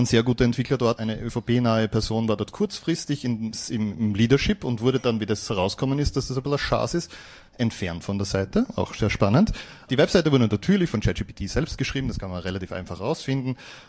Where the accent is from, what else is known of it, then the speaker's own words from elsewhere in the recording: Graz, Styria, Austria; ich komme aus Graz.